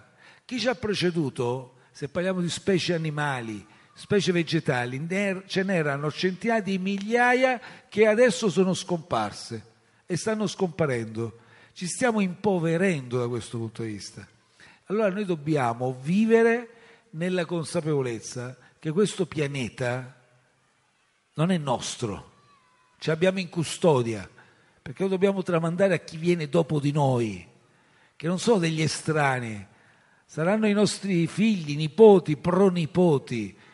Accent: Volturara Appula, Apulia, Italy; born there; moved away; io sono nato a Voltura Rappula, qui vicino

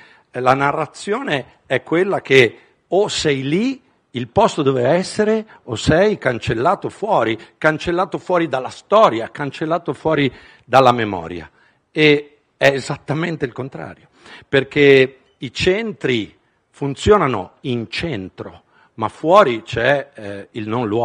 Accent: Genoa, Liguria, Italy; moved away; io sono di Genova. Genova è considerata una grande città, erroneamente, è la più provinciale delle città del nord, è un paesone che vive lo spopolamento

